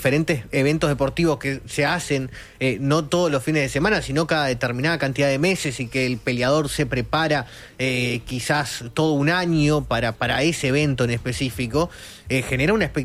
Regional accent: Uruguay

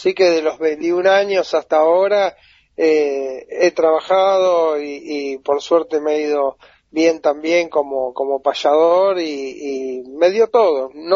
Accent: San Vicente, Buenos Aires Province, Argentina; yo soy de San Vicente, como comentaba. Es una zona ahora urbana, pero cuando yo nací era una zona bastante rural. Mis padres fueron siempre de campo, mi padre corría caballos de carrera, después tuvo un pequeño tambito, así que yo estuve relacionado al campo

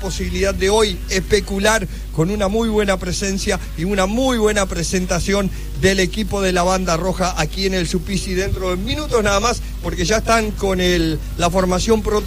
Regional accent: Uruguay; somos todos uruguayos

